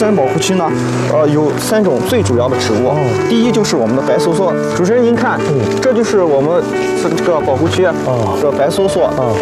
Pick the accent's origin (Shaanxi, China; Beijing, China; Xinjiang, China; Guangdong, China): Xinjiang, China; 这也是我们新疆人一种戍边扎根边疆扎根戈壁的一种精神象征